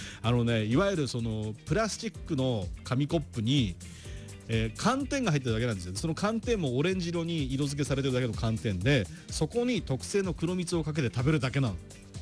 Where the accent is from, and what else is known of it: Sano, Tochigi, Japan; born there; moved away